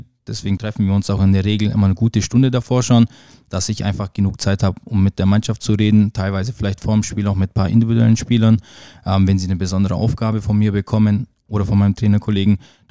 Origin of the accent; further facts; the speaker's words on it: Kirchdorf, Germany; Wie gesagt, meine Familie und meine Freunde sind alle hier in Kirchdorf. Es ist einfach meine Heimat.